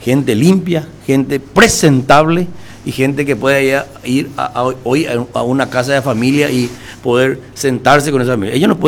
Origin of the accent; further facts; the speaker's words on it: Paraguay; soy colorado, soy paraguayo.